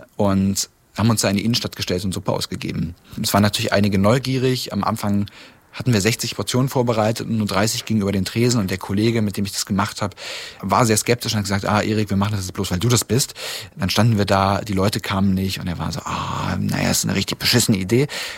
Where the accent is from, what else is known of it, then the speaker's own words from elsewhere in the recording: Weißenfels, Saxony-Anhalt, Germany; wir nicht mehr sagen, wir sind aus Weißenfels bei Leipzig oder bei Halle, sondern sagen, wir sind aus Weißenfels